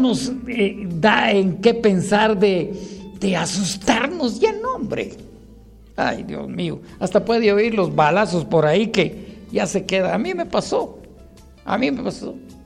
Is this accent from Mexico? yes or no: no; Guatemala; da vergüenza oír esas noticias de mi pueblo, usted, Guatemala.